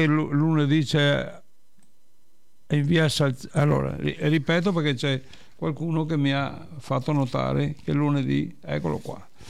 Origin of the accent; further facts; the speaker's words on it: Veneto, Italy; born there; mi sono nato a Bovoenda